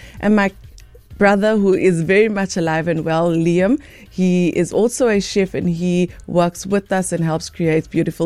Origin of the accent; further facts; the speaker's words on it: South Africa; As a family, we've always noted that we are not just South African, we're proudly African